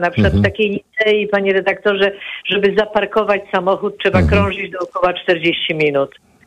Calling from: Kraków, Lesser Poland, Poland; ja mieszkam w tej dzielnicy, o której powiedział jeden ze słuchaczy, Nowej Huty, to jest unikatowa dzielnica. Tak się ją nazywa troszkę rubasznie, że to jest sypialnia Krakowa

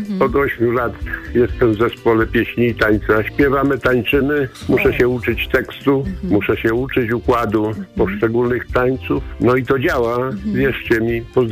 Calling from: Silesian Voivodeship, Poland; stały słuchacz Zagłębia Dąbrowskiego.

